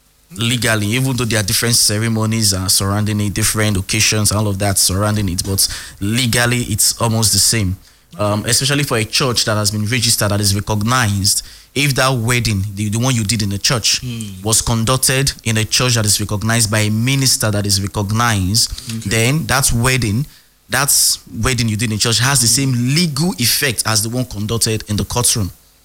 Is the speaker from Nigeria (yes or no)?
yes; Rivers, Nigeria; I'm from River State, and I'm proud. I'm coming from River State